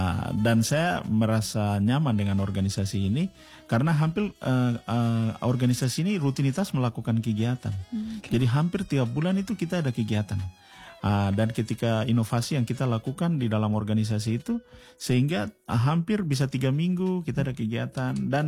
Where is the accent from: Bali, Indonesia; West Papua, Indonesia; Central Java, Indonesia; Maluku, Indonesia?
West Papua, Indonesia; Fakfak; Jadi kebetulan kami dari Fakfak kan dari selatan juga Fakfak. Kita sudah terbiasa dengan satu batu tiga tungku dan lain sebagainya, dan itu menjadi kekayaan kita sebenarnya untuk hari ini, ya.